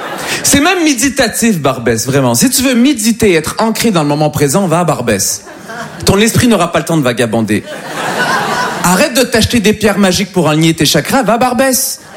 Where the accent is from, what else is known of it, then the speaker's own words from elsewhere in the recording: Montreal, Quebec, Canada; moved away as an adult; now in Paris, France; je viens de Montréal.